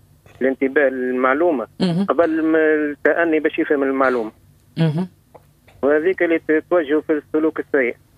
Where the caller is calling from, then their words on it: Korba, Nabeul Governorate, Tunisia; من قربة ببيتنا.